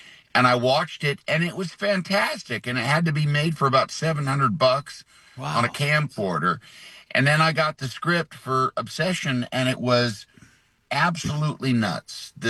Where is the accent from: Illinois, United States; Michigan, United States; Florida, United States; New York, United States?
Illinois, United States; I grew up outside of Chicago